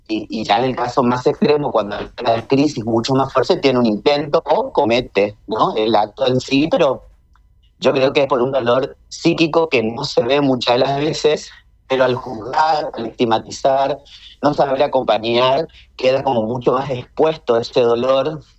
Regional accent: Resistencia, Chaco, Argentina; now in Chile; hace un año yo estoy viviendo en Chile, si bien no me desconecto, por supuesto, de donde yo soy, pero Sé que acá hay dispositivos, y seguramente en Corrientes también

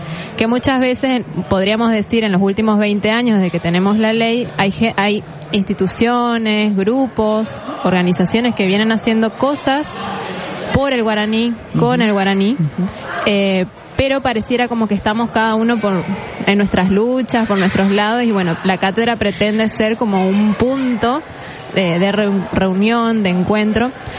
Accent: Corrientes, Argentina; y haga algo en relación a nuestra lengua nativa

